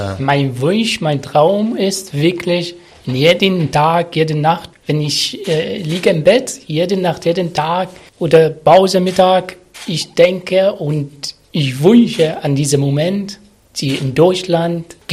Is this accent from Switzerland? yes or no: no; Abu Dhabi, United Arab Emirates; German is a second language; now in Germany; Mitternacht kann ich gehen zum Shopping, weil das ist meine Heimat in Abu Dhabi, überall.